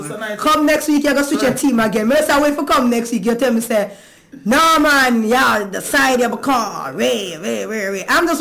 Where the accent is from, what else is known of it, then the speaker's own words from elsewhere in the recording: Jamaica; I'm a Jamaican man